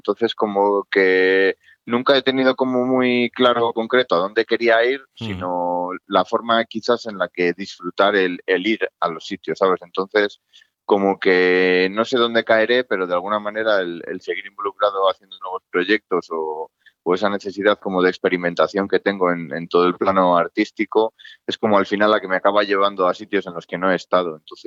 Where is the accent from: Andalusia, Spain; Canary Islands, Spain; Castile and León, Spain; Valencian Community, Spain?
Castile and León, Spain; Valladolid